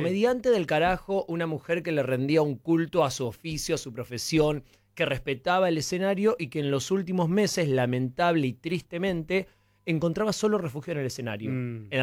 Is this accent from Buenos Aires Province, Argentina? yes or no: yes; San Bernardo, Buenos Aires Province, Argentina; Me crié en San Bernardo. Vengo